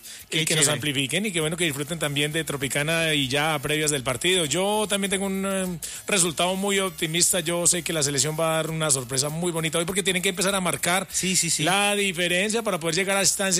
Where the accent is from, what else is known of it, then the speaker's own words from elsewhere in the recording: Colombia; todos los hinchas que somos todos los colombianos